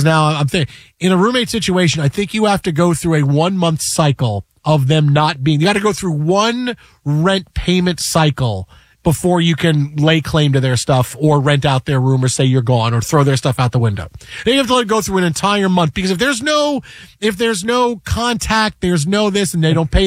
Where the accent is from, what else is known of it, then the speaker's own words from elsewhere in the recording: New York, United States; Like, I grew up in New York.